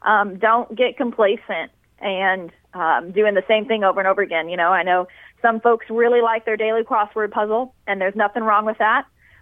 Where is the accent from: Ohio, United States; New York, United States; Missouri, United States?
Missouri, United States; La Monte; I grew up in Lamont, graduated from there a few years ago.